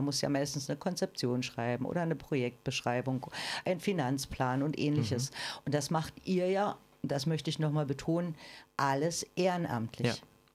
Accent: Rathenow, Brandenburg, Germany; also ich kenne das dann aus Rathenow, wo ich herkomme und habe da den Kinder- und Jugendparlament gegründet

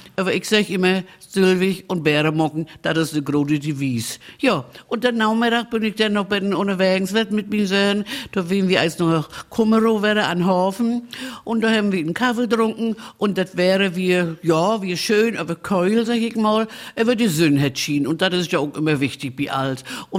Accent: Malchin, Mecklenburg-Vorpommern, Germany; In unserer schönen Waldarena da in Hainholz bei uns in Malchin. Wer die Gegend kennt, der weiß ja, dass das da unten ganz schön ist. Aber für uns Malchiner sagen wir ja immer Betten wie Drut zu lopen oder so.

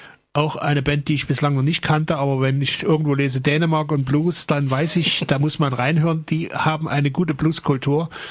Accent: East Germany, Germany; born there; was ich als geborener Ostdeutscher nie verstanden habe.

